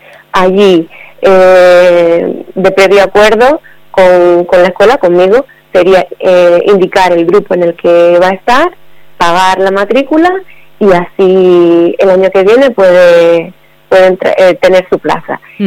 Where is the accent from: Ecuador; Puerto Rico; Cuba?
Cuba; also born or lived in Durango; now in Castro Urdiales, Spain; Eso es, yo soy cubana